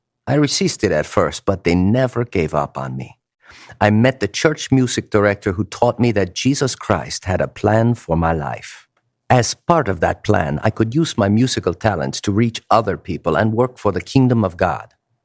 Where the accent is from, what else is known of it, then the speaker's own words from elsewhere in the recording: Ecuador; English is a second language; moved away as an adult; now in United States; After graduating, I moved from my home country of Ecuador to the United States in hopes of making it big.